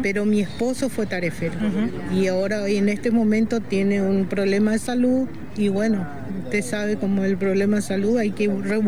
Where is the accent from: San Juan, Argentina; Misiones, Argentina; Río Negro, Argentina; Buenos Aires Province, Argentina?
Misiones, Argentina; Ñandecocué; soy campesina de Ñandecocué.